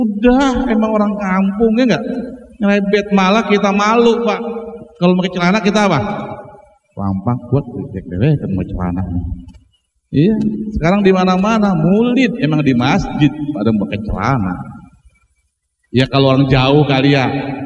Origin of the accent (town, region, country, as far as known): Indonesia; also born or lived in Syria